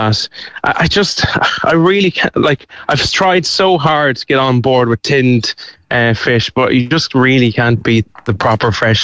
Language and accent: English; Cavan, Ulster, Ireland; now in Dundrum, Ireland; we say we live in Dundrum. I'd probably have to go out to Howth or out to Monkstown to pick them up where we live. I'm originally from Cavan.